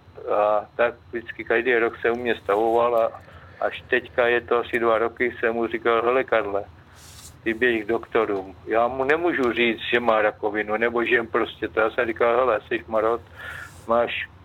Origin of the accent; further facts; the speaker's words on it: Kostelec nad Orlicí, Hradec Králové Region, Czechia; to já jsem z Kostelce, to je na Zorlici